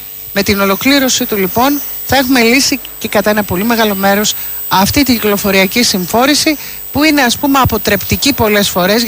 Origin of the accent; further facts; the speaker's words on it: Chalkida, Central Greece, Greece; Ναι, γεννήθηκα και μεγάλωσα στη Χαλκίδα.